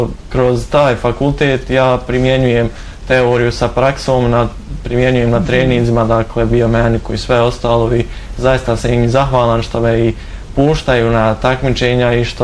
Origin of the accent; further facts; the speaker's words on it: Kalesija, Federation of Bosnia and Herzegovina, Bosnia & Herzegovina; Ja dolazim iz Kalesije, svako jutro putujem autom na jedan trening